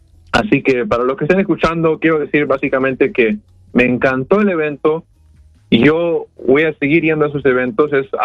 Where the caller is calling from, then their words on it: Los Angeles, California, United States; soy aquí de Los Ángeles. Tengo 26 años